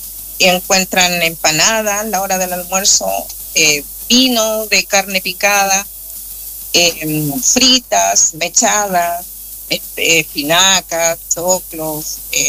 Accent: Santiago, Santiago Metropolitan Region, Chile; moved away as an adult; now in Coyhaique, Chile; nosotros somos de Santiago

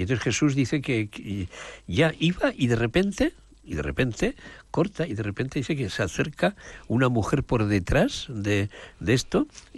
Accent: Aragon, Spain; Yo soy de Aragón.

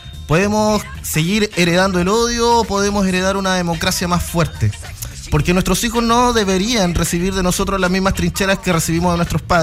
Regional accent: Chile; somos chilenos

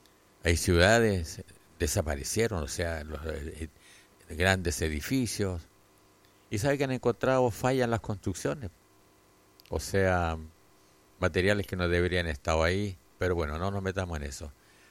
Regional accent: Chile; ya como chilenos, como país

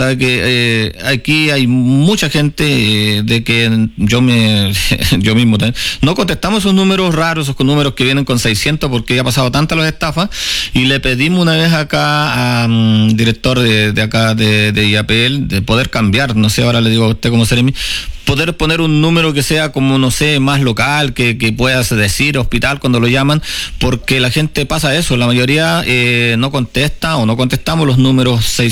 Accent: Illapel, Coquimbo, Chile; yo soy presidente de la Comisión de Salud en nuestra comuna de Illapel.

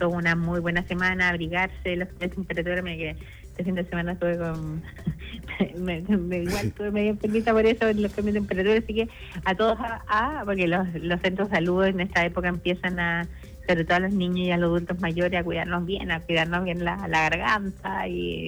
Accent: Chile; los dos somos chilenos

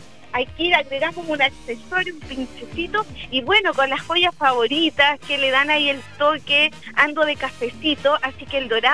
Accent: Chile; Mañana estamos de sol a sol, como buen chileno.

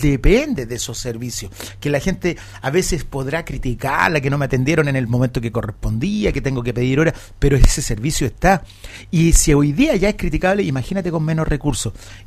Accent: Los Andes, Valparaíso, Chile; Nuevamente aquí en casa, como todo andino, siempre presente. Andino de corazón. Porque soy de acá.

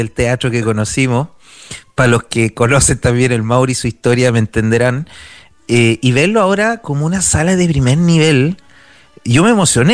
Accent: Valparaíso, Chile; yo soy más porteño portaliano que porteño hippie.

